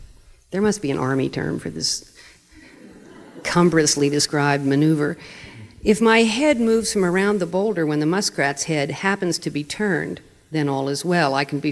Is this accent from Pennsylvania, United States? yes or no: yes; Pittsburgh, Pennsylvania, United States; I'm from Pittsburgh